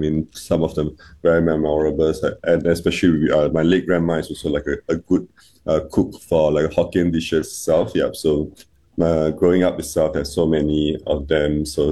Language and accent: English; Henderson, Singapore; because we, our old place where I grew up itself was in Henderson. So we are kind of in between three different markets.